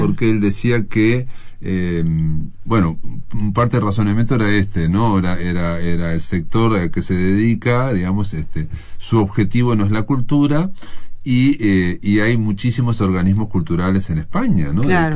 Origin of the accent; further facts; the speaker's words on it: Fray Bentos, Río Negro, Uruguay; yo soy de Fray Vente, le decimos Kentucky.